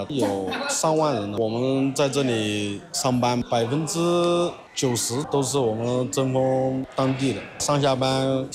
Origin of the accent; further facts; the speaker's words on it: Guangxi, China; 我从广西特意过来这边蹦极的